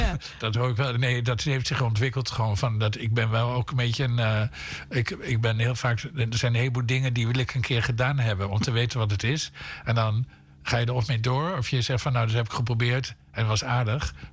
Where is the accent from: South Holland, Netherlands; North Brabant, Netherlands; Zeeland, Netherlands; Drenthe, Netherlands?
South Holland, Netherlands; The Hague; Ik kom uit Den Haag, Voorburg Den Haag.